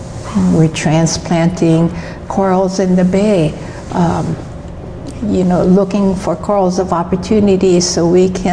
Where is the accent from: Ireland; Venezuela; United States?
United States; Kailua-Kona, Hawaii; growing up in Kona in the 1950s and 60s, very, very different to what it is today.